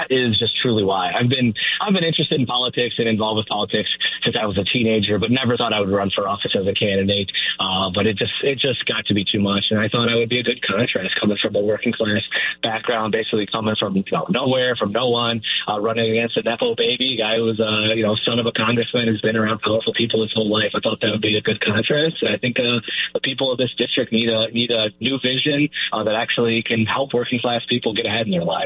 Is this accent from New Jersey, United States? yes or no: no; Rockford, Illinois, United States; I'm from the Rockford area, so lived a little bit all over Winnebago County, but both my parents are from the west side of Rockford, working class people.